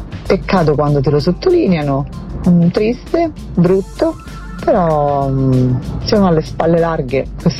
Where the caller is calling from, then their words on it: Rome, Lazio, Italy; chiamo da Roma.